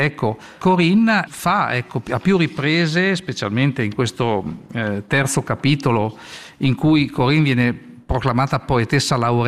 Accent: Ticino, Switzerland; Anche noi siamo lombardi, lombardi ma svizzeri.

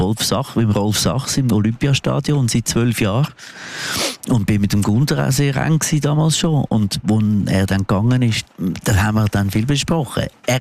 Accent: Zurich, Switzerland; also born or lived in Glarus; Meine Wurzeln sind, man hört es an meiner Schnur an, in der Stadt Zürich. Ursprünglich bin ich Glarner, aber ich bin sehr, sehr lange da.

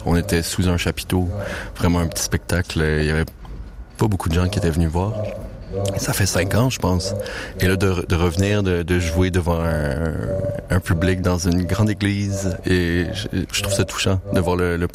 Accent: Montreal, Quebec, Canada; je viens de Montréal.

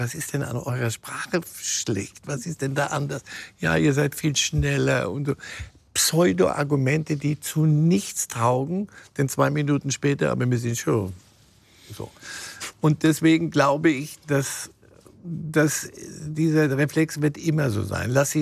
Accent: Switzerland; als Schweizer Staatsbürger

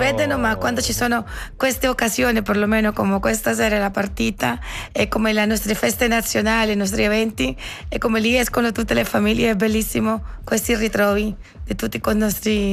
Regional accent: Colombia; moved away as an adult; now in Ticino, Switzerland

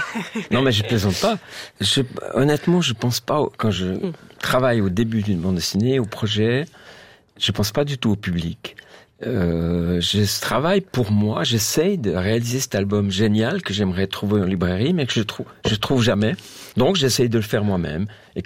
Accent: Switzerland; Mais je suis suisse

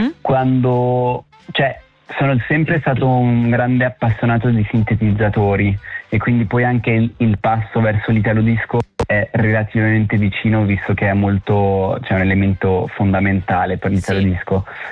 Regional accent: Switzerland; certa gente sa che sono svizzero

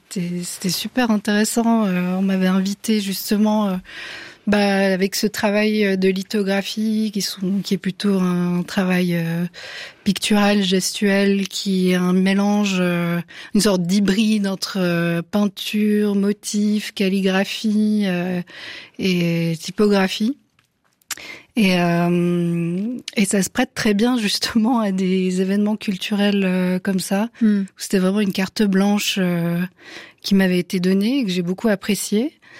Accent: Switzerland; Donc moi j'étais l'année des Suisses.

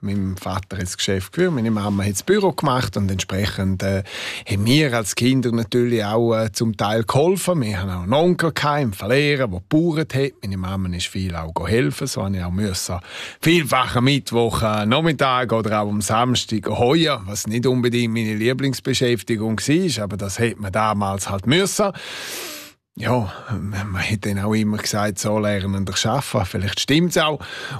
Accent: Rabius, Graubünden, Switzerland; first language Romansh; German is a second language; meine Eltern haben auch beide romanisch geredet mit uns. Wir sind wirklich total rätoromanisch aufgewachsen in einem KMU-Betrieb.

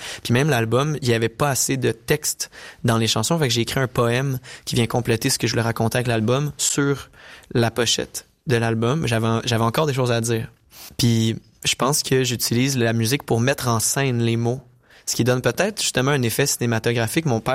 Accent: Saint-Hyacinthe, Quebec, Canada; je viens de Saint-Hyacinthe au Québec, au Canada.

